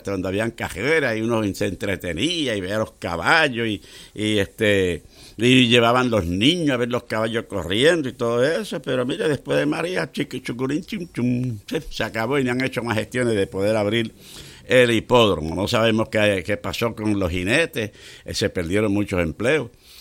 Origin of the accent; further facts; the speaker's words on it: Fajardo, Puerto Rico; also born or lived in Tortola; en mi pueblo allá, donde dicen que yo nací, porque eso es lo que dicen, dicen que yo nací que en Fajardo